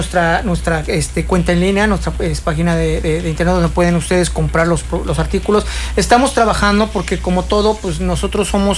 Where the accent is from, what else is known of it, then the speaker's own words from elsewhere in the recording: Puebla, Mexico; moved away as an adult; now in Cancún, Mexico; Somos poblanos